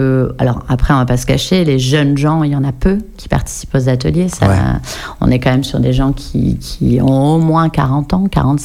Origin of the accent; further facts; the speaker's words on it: Nouvelle-Aquitaine, France; moi, je viens du Pays Basque, en fait.